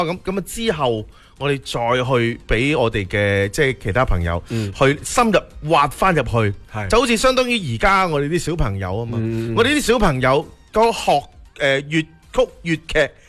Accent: Foshan, Guangdong, China; 我哋嘅城市文化

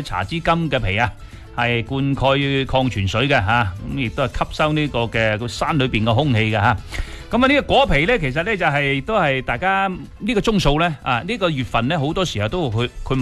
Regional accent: Guangdong, China; 我哋广东

